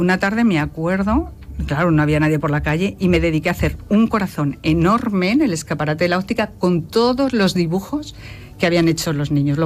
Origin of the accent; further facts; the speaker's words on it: Tarancón, Castilla-La Mancha, Spain; Tarancón es un pueblo, a mí me gusta muchísimo, es mi pueblo.